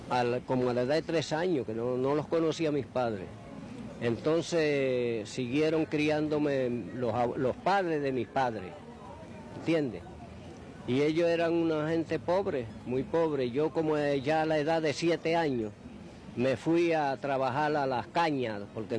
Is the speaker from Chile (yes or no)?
no; Bayamón, Puerto Rico; Yo nací en Bayamón y me he criado aquí, de aquí no salgo. Y si salgo es por ratito y viro para atrás.